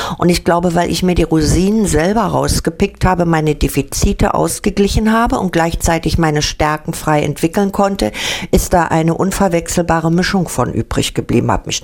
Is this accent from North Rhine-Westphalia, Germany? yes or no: no; Berlin, Germany; der Sprachapparat und dann noch als Berlinerin, also und die Lispelei